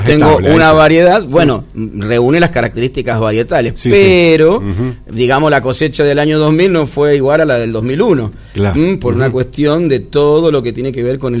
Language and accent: Spanish; Mendoza, Argentina; como somos mendocinos, conocemos, sí, bien el mundo del vino.